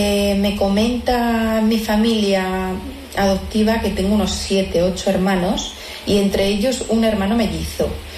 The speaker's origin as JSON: {"language": "Spanish", "town": "Constanza", "region": "La Vega", "country": "Dominican Republic", "tie": "born there", "said": "Yo nací en Constanza el 14 de septiembre de 1992. Nací en el hospital de Constanza a las 3 de la tarde."}